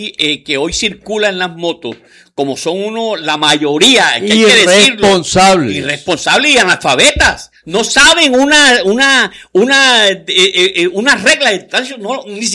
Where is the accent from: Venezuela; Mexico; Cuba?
Venezuela; ¿Usted quién es? Yo soy venezolano.